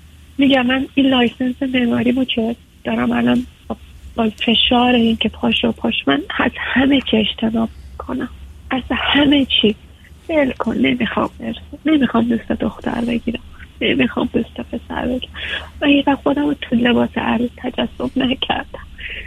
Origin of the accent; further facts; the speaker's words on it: Iran; now in Canada; وقتی که از ایران اومدم.